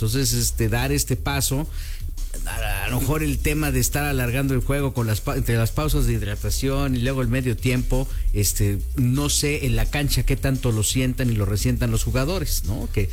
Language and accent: Spanish; Mexico